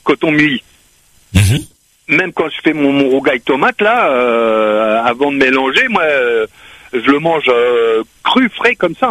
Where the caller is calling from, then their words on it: Réunion; moi je suis réunionnais